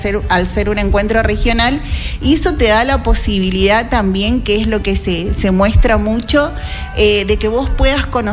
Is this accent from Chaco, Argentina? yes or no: yes; Chaco, Argentina